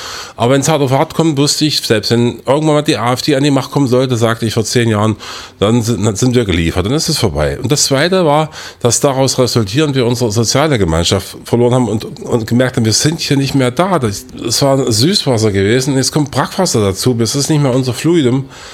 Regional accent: Weißenfels, Saxony-Anhalt, Germany; moved away; also born or lived in Eisleben; Ja, ich bin in Eisleben geboren, in Weißenfels aufgewachsen. Also das ist mein Ursprungsfluidum dieser proletarisch geprägten Kultur des Industriedreieckes.

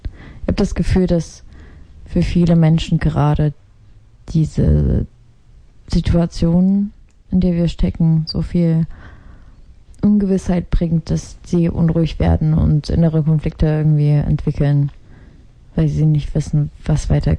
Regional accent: Chernihiv, Chernihiv Oblast, Ukraine; now in Germany; Also ich komme auch aus der Ukraine. Ich bin aus Tschernihiv, das ist nördlich von Kiew.

